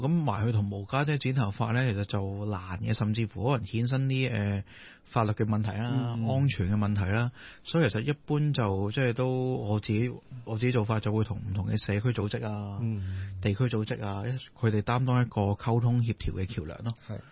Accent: China; 同埋我都好即系好欣赏我哋中国人有个说话咧，身体发肤受诸父母啊

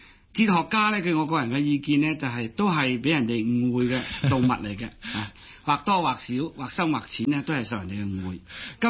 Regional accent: China; 譬如话我哋中国人鲁迅，咁鲁迅呢个伟大嘅作家咧

